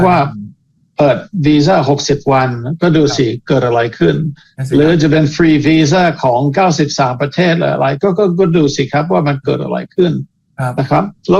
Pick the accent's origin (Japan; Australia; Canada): Canada; now in Thailand; ผมเองเป็นคนแคนาดาก็ดูคนแคนาดา